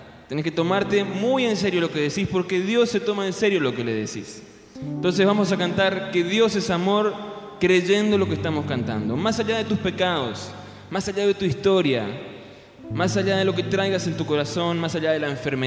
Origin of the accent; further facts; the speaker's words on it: Argentina; moved away; Tengo un amigo sacerdote en mi tierra, en la Argentina